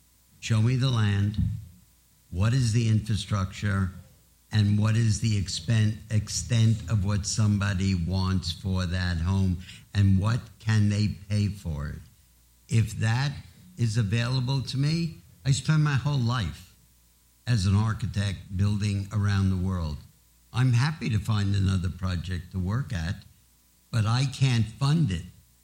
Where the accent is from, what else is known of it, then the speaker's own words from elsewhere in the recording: United States; me as an American, as a USA citizen